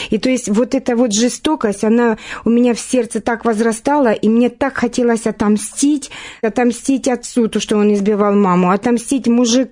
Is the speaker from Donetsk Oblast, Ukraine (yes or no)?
no; Mykolaiv Oblast, Ukraine; accent: soft Ukrainian speech; Я родилась в Николаевской области, ближе к Пододесской